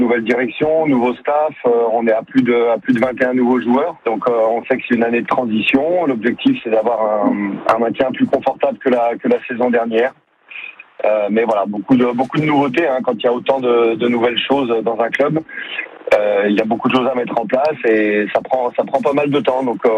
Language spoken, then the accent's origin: French; Bourg-en-Bresse, Auvergne-Rhône-Alpes, France; je suis natif de Bourg. J'habite à 20 minutes du centre d'entraînement.